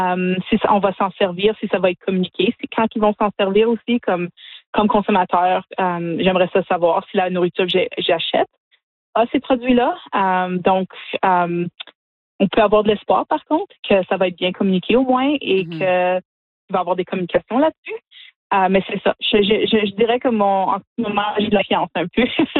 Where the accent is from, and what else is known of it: Sudbury, Ontario, Canada